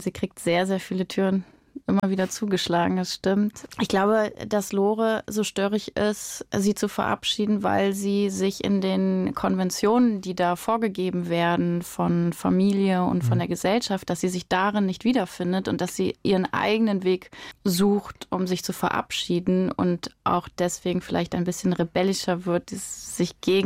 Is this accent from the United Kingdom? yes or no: no; Erkelenz, North Rhine-Westphalia, Germany; Erkelenz ist meine Heimatstadt